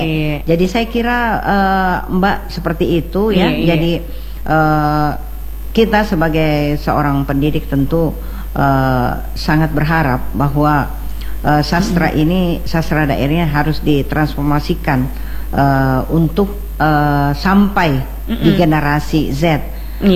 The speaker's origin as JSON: {"language": "Indonesian", "region": "South Sulawesi", "country": "Indonesia", "accent": "Makassar"}